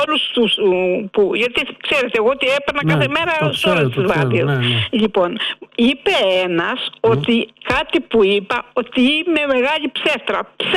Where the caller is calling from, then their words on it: Athens, Attica, Greece; είμαι από Αμπελοκήπους.